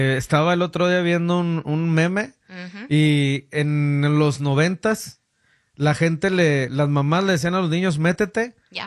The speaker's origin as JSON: {"language": "Spanish", "region": "Guanajuato", "country": "Mexico", "moved": "yes", "said": "yo soy de Guanajuato."}